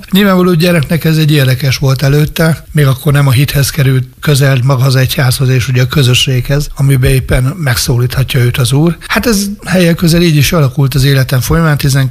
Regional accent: Nyíregyháza, Szabolcs-Szatmár-Bereg, Hungary; also born or lived in Sóstóhegy; 12 éves koromban költöztünk be Sóstóhegyről Nyíregyházára, konkrétan a Bencz útér 21 alá ide a szomszédba

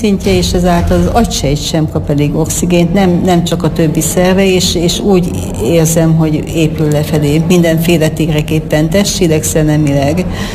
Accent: Bükkábrány, Borsod-Abaúj-Zemplén, Hungary

